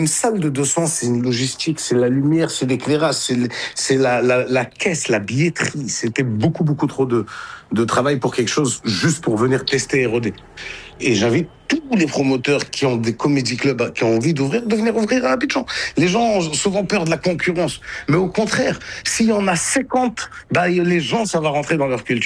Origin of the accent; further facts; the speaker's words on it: Morocco; Nous, on vient du Maroc à la base. Là, on est quatre.